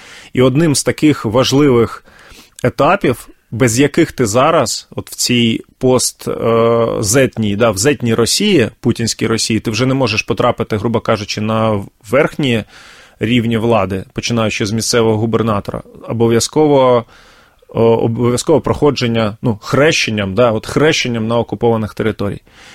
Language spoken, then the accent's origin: Ukrainian; Luhansk Oblast, Ukraine; з моєї рідної Луганщини